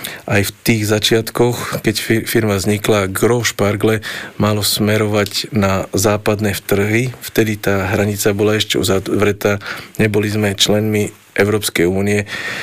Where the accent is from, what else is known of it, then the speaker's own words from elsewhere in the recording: Dubnica nad Váhom, Trenčín Region, Slovakia; moved away as an adult; now in Záhorie, Slovakia; pochádzam zo stredného Slovenska, z Dubnice nad Váhom.